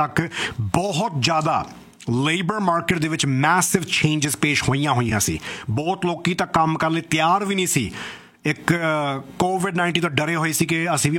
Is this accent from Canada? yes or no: yes; Canada; ਅਸੀਂ ਤਾਂ ਇੱਥੇ ਜੰਮੇ ਪਲੇ ਹਾਂ